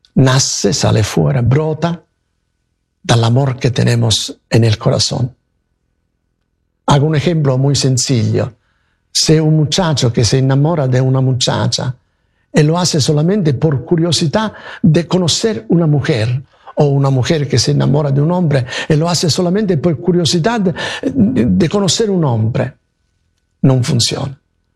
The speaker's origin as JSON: {"language": "Spanish", "country": "Italy", "second_language": "Spanish", "moved": "yes", "said": "Yo soy italiano, no soy mexicano"}